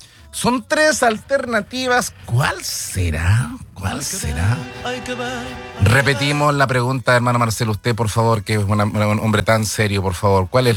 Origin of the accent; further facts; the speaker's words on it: Chile; para nosotros como cristianos chilenos